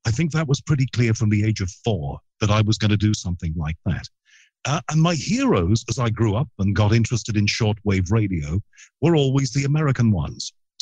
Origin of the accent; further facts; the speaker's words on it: Liverpool, North West England, United Kingdom; accent: Liverpool; In fact, I have to affect a Liverpool accent, whereas it was my Liverpool accent.